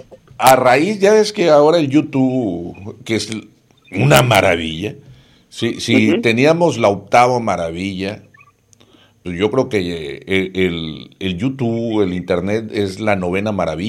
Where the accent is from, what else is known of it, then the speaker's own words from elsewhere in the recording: Nayarit, Mexico; Sí, soy del estado de Nayarit, pero en la parte de la costa, ¿sí?